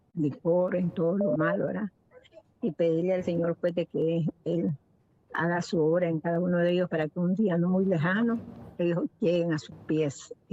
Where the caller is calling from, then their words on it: Nicaragua; De Nicaragua, hablo de Nicaragua.